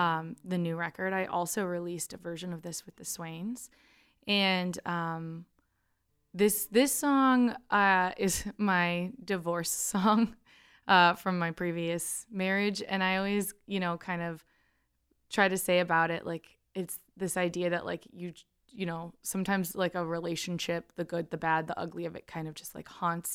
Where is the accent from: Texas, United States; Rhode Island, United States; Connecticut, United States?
Texas, United States; Austin; I was born here in Austin.